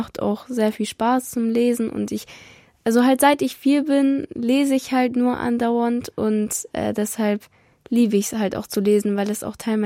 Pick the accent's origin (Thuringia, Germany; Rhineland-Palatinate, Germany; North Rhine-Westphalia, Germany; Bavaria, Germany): Bavaria, Germany; Munich; Also ich komme aus München.